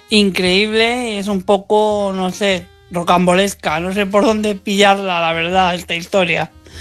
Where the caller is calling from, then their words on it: Madrid, Community of Madrid, Spain; de Madrid.